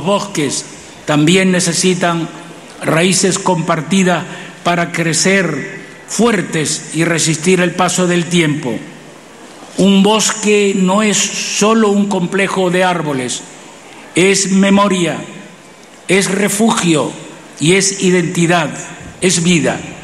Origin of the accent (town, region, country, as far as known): Canary Islands, Spain